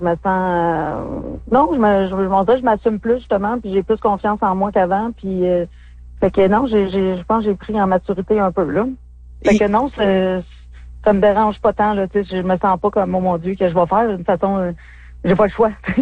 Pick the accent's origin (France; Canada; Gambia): Canada; Quebec; que j'ai pas été à Darnfield, par exemple. Ça doit faire quasiment 20 ans que je peux retourner dans mon village natal.